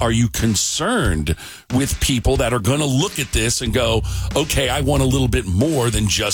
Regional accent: Florida, United States; I'm from South Florida

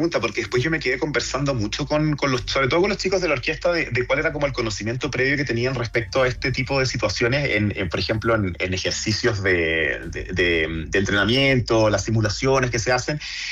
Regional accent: Chile; Como chileno uno está acostumbrado a dejarlo pasar un ratito

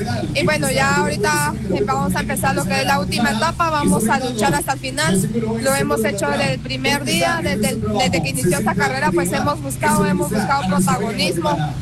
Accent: Guatemala; como guatemalteca, pues representando de la mejor manera a no solo a la marca, sino a todo el pueblo de Guatemala.

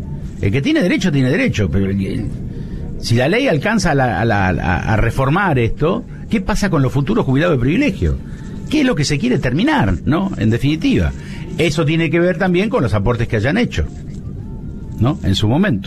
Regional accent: Rosario, Santa Fe, Argentina

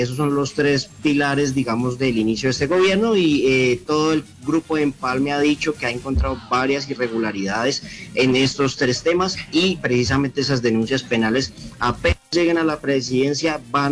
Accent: Galicia, Spain; Yo vengo de Galicia, ¿eh?

